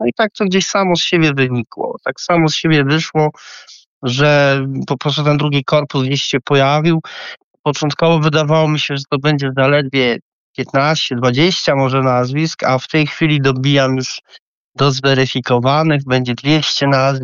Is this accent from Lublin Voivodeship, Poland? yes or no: no; Wrocław, Lower Silesian Voivodeship, Poland; moved away as an adult; now in Zielona Góra, Poland; Ja, proszę pani, jestem z Zielonej Góry. Mieszkam tutaj 17 lat, a ogólnie pochodzę z Wrocławia.